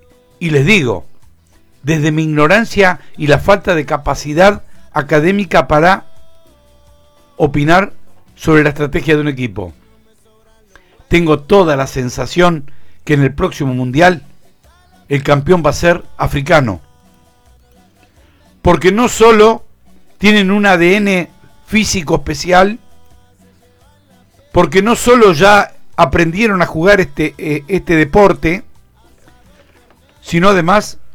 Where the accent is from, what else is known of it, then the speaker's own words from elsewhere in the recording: Argentina; quería opinar como argentino, como aficionado al fútbol.